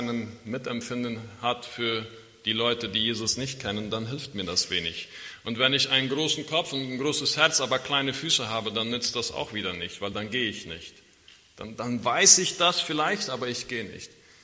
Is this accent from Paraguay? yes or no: yes; Chaco, Paraguay; Ich bin im Chaco aufgewachsen, in einem Dorf, in einem relativ kleinen Dorf.